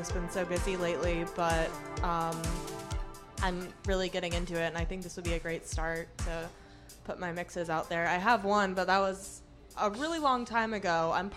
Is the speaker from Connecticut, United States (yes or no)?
no; Tennessee, United States; I'm originally from Tennessee. And I was into techno down there as well.